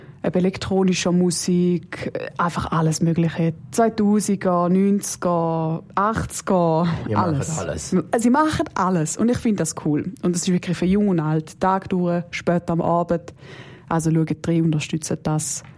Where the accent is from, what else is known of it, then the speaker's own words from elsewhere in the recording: Schaffhausen, Switzerland; Tragischerweise bin ich in der Grabenstrasse aufgewachsen und habe die Mehrheit von der Zeit dort verbracht und bin immer über die Neustadt gelaufen